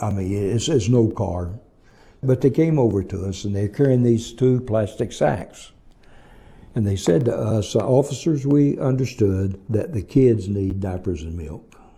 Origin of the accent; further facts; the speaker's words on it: Arkansas, United States; I'm from Arkansas.